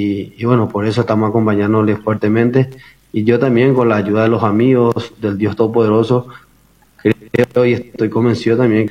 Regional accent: San Pedro, Paraguay; nuestra comunidad de Huaycá, de donde yo vengo.

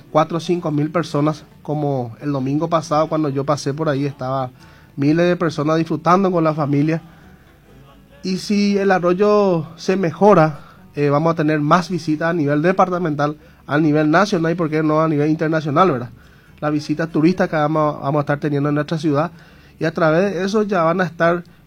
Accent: San Estanislao, San Pedro, Paraguay

